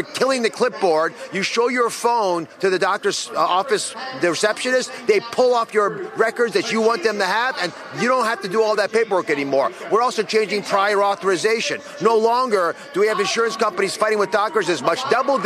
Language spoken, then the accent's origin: English; Pennsylvania, United States; I'm from Pennsylvania